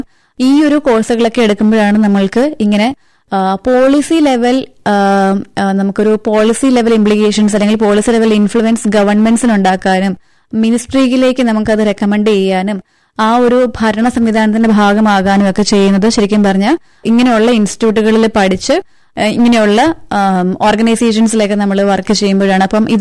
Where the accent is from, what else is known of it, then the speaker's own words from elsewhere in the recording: Thiruvananthapuram, Kerala, India; moved away as an adult; now in Kavaratti, India; ഞാൻ കേരളത്തിൽ നിന്നാണ് വരുന്നത്, കേരളത്തില് തിരുവനന്തപുരത്ത് നിന്നാണ് ഞാൻ വരുന്നത്.